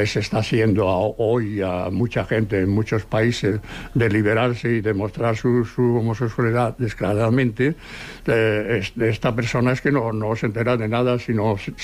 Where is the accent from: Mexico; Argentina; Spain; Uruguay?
Spain; Seville, Andalusia; now in Barcelona, Spain; cuando vinimos de Sevilla.